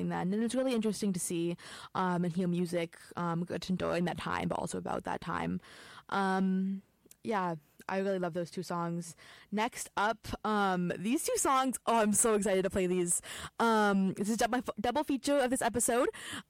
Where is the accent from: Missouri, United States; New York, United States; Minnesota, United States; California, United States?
California, United States; Santa Cruz; my hometown in California, Santa Cruz